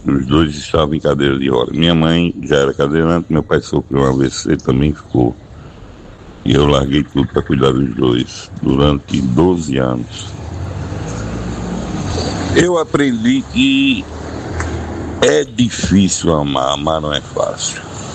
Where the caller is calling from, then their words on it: Sousa, Paraíba, Brazil; Estou falando aqui de Souza, Paraíba.